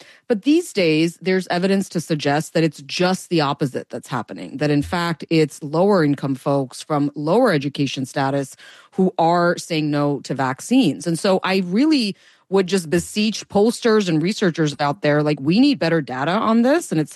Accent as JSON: {"language": "English", "region": "Ohio", "country": "United States", "tie": "born or raised there", "said": "I grew up in Ohio in a particular town that was the epicenter of the opioid outbreak in Ohio."}